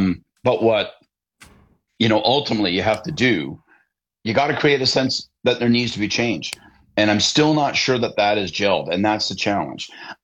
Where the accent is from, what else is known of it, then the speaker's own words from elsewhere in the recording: Belleville, Ontario, Canada; moved away; I grew up in Belleville, I think, as you know. And so, I know the synagogue. I know Bleecker Avenue.